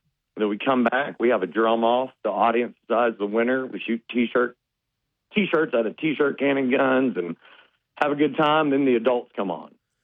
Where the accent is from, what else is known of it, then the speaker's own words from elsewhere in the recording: Little Rock, Arkansas, United States; So I'm from Little Rock, and I'll say this, you know, I didn't choose to be me.